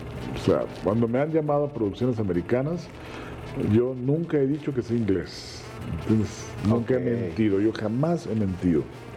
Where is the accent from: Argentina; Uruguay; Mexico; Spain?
Mexico; Nayarit; Yo soy de Nayarit, pero aquí estoy.